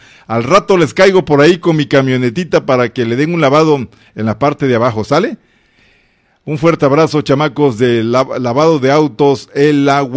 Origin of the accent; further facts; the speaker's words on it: Tabasco, Mexico; moved away; Yo en mi pueblo, en mi tierra, en Tabasco